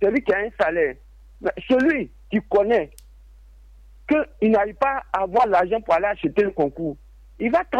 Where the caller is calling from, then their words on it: Côte d’Ivoire; Aujourd'hui, on vit dans une situation que il n'y a pas de mérite en Côte d'Ivoire.